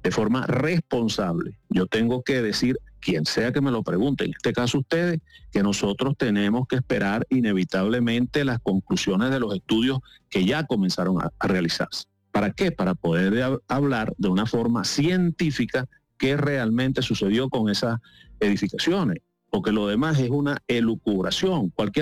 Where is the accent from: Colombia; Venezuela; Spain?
Venezuela; Entonces, desde el punto de vista como venezolano, ya le estoy diciendo, nuestro trabajo lo estamos realizando aquí